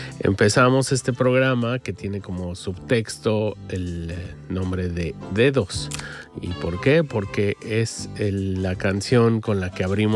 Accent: Mexico; Este tremendo proyecto es un disco que viene de México, de mi tierra

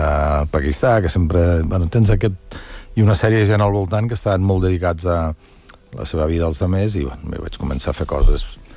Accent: Guissona, Catalonia, Spain; now in Barcelona, Spain; Jo sóc de Guissona, no ho puc deixar de dir, visc a Barcelona però sóc de Guissona

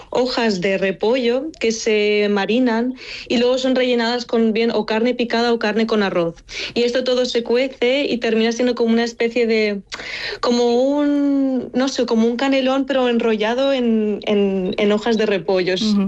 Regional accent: Lovech, Lovech Province, Bulgaria; Spanish is a second language; Yo de una ciudad pequeñita que se llama Lovech.

